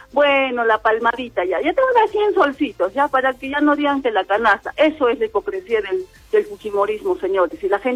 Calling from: Paucarpata, Arequipa, Peru; yo soy de Paucarpata.

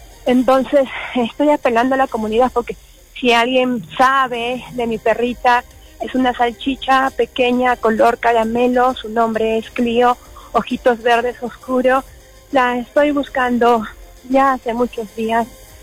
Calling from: Arequipa, Peru; Yo soy de José Luis Bustamante

